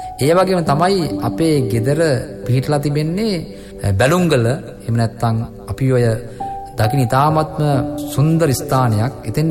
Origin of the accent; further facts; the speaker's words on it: Wethalawa, Uva Province, Sri Lanka; මම කලින් කිව්වා මගේ ගම මම ඉපදුනේ බදුළු දිස්ත්‍රික් කිව්ව පරණගම ගමේ නම වැතලාව.